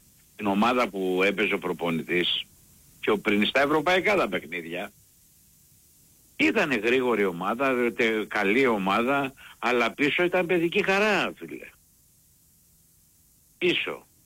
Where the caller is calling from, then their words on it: Heraklion, Crete, Greece; από Ηράκλειο.